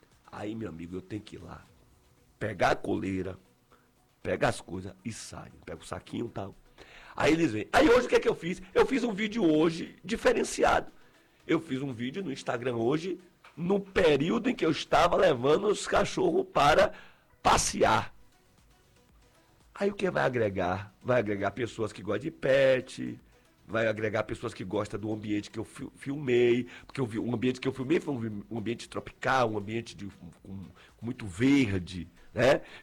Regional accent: Salvador, Bahia, Brazil; A gente não, a gente é aqui de Salvador, calor o tempo todo.

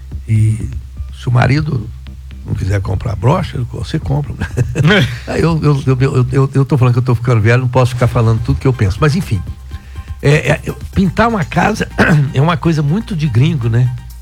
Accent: Brazil; nós somos brasileiros

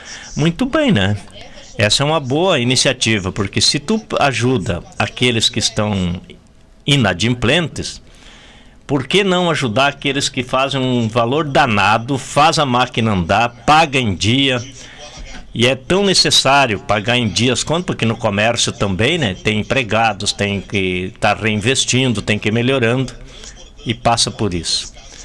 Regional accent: Brazil; mas somos brasileiros

